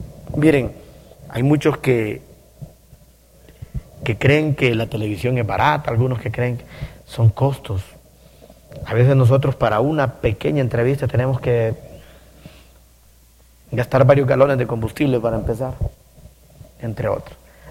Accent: Honduras; yo al menos tampoco me considero el más hondureño, pero sin embargo, vos sabés que tanto a vos y a mí nos gusta la música hondureña.

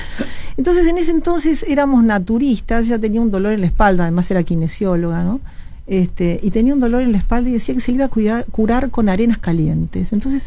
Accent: Ramos Mejía, Buenos Aires Province, Argentina; una infancia en Ramos Mejía, en una casa grande, tipo colonial, con una biblioteca gigante

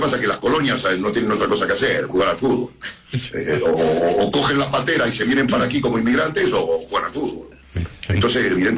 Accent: Argentina; A mí España, yo soy argentino y quiero que gane Argentina.

